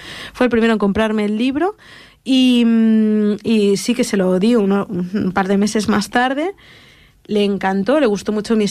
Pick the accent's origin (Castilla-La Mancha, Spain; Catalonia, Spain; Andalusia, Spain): Catalonia, Spain; Sant Cugat del Vallès; yo lo que quería era poder favorecer a las librerías de mi pueblo, de San Cugat.